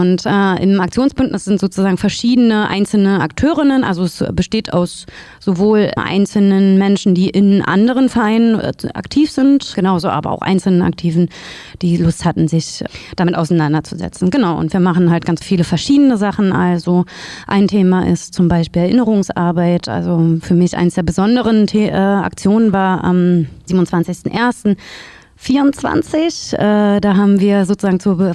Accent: Brandenburg, Germany; ich bin seit 4-5 Jahren in der Gegend, bin eigentlich Brandenburgerin und bin aber auch in so einer kleinen Stadt wie diese hier aufgewachsen.

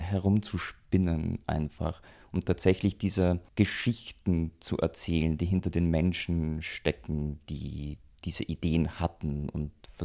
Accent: Austria; now in Berlin, Germany; Ich komme eigentlich aus Österreich, lebe aber schon seit vielen Jahren in Berlin

